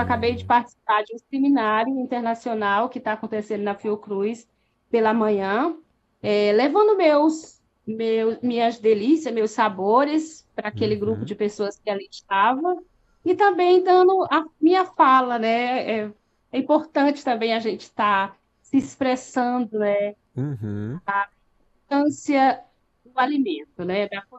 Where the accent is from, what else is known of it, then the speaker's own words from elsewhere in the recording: Ceará, Brazil; now in Rio de Janeiro, Brazil; Então, eu sou cearense. Sou neta e filha de agricultor, né?